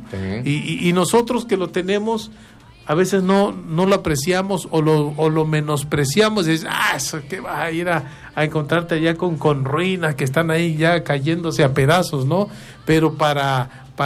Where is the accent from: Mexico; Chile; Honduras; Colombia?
Mexico; nosotros como mexicanos